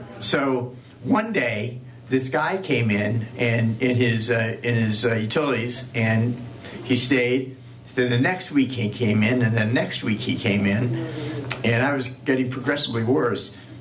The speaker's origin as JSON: {"language": "English", "town": "Bangkok", "country": "Thailand", "tie": "born or raised there", "also_born_or_lived": "Southeast Asia", "said": "When I started out playing guitar, I grew up in Southeast Asia, and I was there for a long time. My dad was in Vietnam for years. And when I was five or six years old, I was living in Bangkok, Thailand."}